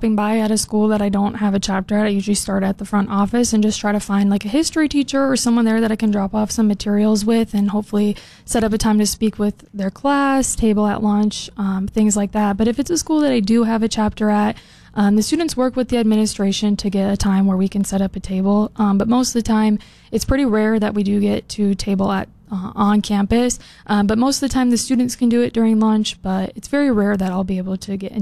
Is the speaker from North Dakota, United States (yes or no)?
yes; Fairmount, North Dakota, United States; moved away as an adult; now in Fargo, United States; I grew up in Fairmont, North Dakota, and then I moved here to Fargo to study at North Dakota State University.